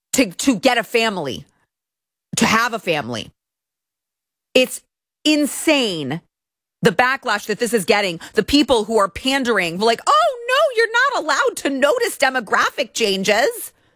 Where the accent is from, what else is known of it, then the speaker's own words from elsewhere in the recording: Texas, United States; I was born and raised here my whole life. I've been here my whole life.